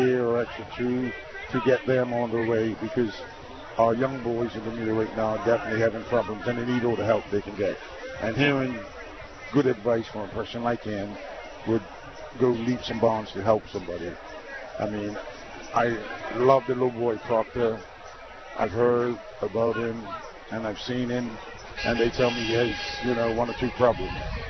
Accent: Somerset, Sandys Parish, Bermuda; as a young kid growing up in Somerset

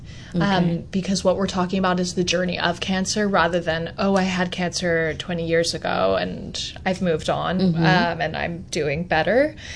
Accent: Canada; I'm Canadian

